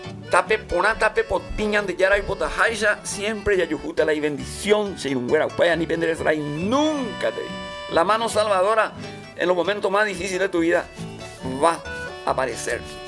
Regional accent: Paraguay; ya de Paraguay, lo que nos identifica como paraguayos, señor.

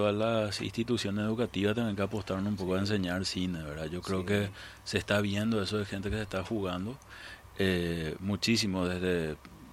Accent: Paraguay; qué es lo que somos como paraguayos

